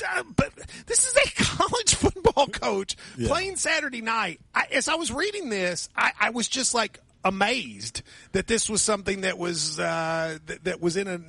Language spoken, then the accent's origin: English; Appalachia, United States; I'm a mountainer. I'm Appalachian.